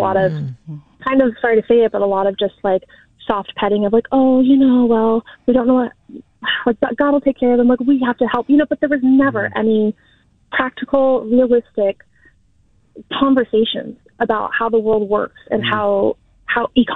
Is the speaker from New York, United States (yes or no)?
no; Martinez, California, United States; I go to San Francisco. I work in Berkeley. Like I grew up in Martinez.